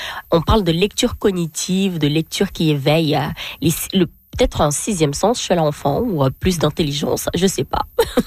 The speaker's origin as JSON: {"language": "French", "country": "Cameroon", "moved": "yes", "said": "chez nous au Cameroun"}